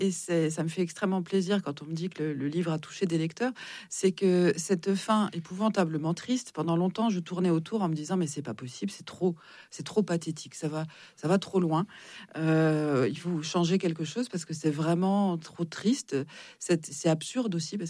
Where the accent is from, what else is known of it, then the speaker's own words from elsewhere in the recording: Épinal, Grand Est, France; C'est ma ville natale. Donc je me permets de dire qu'elle est un peu moche.